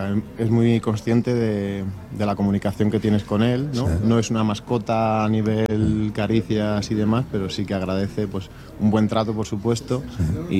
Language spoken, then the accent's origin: Spanish; Alcorcón, Community of Madrid, Spain; Yo me crié en Alcorcón y salí corriendo de allí.